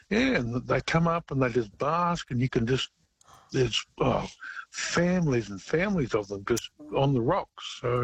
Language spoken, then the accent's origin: English; Queensland, Australia; I'm a Queenslander.